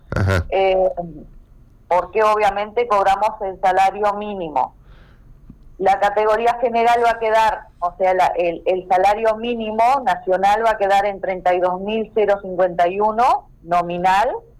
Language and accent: Spanish; interior, Uruguay; moved away; más con el interior, que es de donde vengo